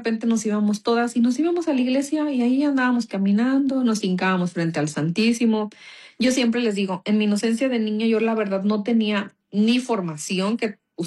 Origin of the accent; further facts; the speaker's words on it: Mexico; soy de México, soy mexicana.